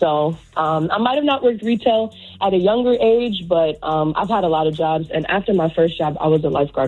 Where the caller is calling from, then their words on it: New York City, New York, United States; from Brooklyn, Canarsie, New York.